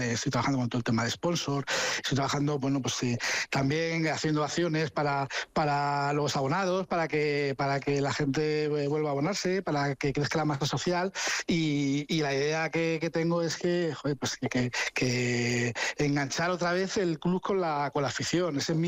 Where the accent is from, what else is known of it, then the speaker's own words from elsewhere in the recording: Alcorcón, Community of Madrid, Spain; yo soy de Alcorcón de toda la vida, ¿vale?